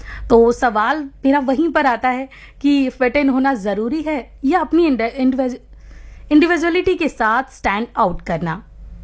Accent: Gonda, Uttar Pradesh, India; मैं अयोध्या के एक शहर गोंडा की रहने वाली हूँ।

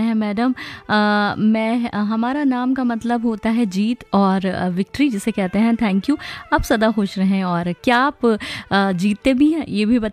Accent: Rishikesh, Uttarakhand, India; और मैं ऋषिकेश उत्तराखंड से हूँ।

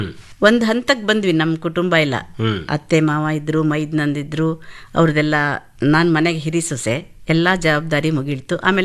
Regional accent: Hampi, Karnataka, India; moved away as an adult; now in Belagavi, India; ಬಳ್ಳಾರಿ ಜಿಲ್ಲೆ ಹಂಪೆಯಲ್ಲೇ ನಾವು ಹುಟ್ಟಿದ್ದು ಬೆಳೆದಿದ್ದು ಎಲ್ಲಾನು.

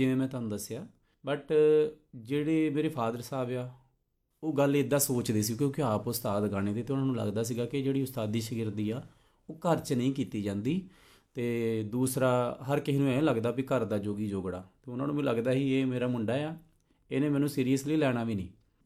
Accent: Punjab, India; ਕਿਉਂਕਿ ਮੈਂ ਪੰਜਾਬ ਦੇ ਉਹ ਤਰਨ ਤਾਰਨ ਡਿਸਟ੍ਰਿਕਟ ਦੇ ਬਿਲਕੁਲ ਬਾਰਡਰ ਲਾਈਨ ਤੋਂ ਆਉਣ ਵਾਲਾ ਮੁੰਡਾ ਹਾਂ

